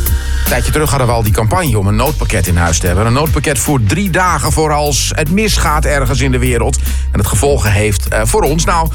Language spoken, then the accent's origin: Dutch; Netherlands